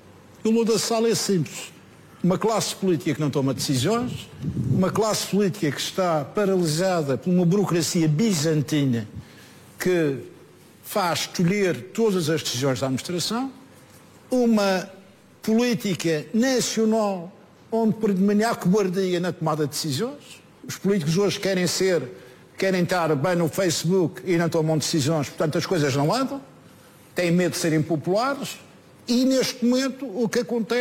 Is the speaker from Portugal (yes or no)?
yes; Portugal; Nós somos portugueses de corpo inteiro